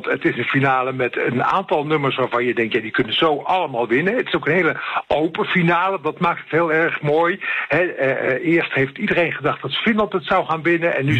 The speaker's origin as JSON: {"language": "Dutch", "country": "Netherlands", "said": "En wie nou mocht hopen dat ik als Nederlander of dat iemand uit Ierland of iemand uit Spanje een positief of negatief wordt bejegend"}